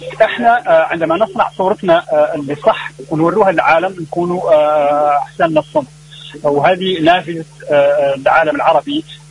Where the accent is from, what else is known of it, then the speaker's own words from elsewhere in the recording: Mauritania; أنا ممثل ومخرج من موريتانيا